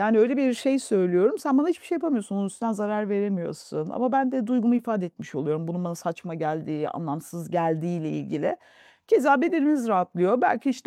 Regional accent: Hatay, Turkey; Hataylıyım ben. Yani bir yandan da bir depremzedeyim.

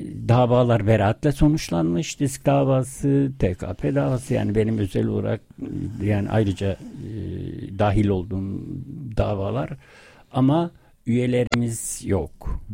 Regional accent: Erzurum, Turkey; moved away; 1949 doğumluyum. 49. Ben de Erzurum'da doğdum.

